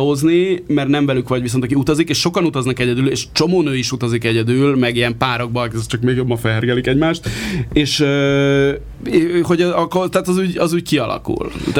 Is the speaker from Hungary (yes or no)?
yes; Hungary